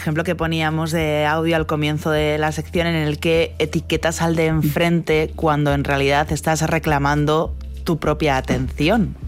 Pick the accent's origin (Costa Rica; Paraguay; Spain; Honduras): Spain; northern Spain; soy del norte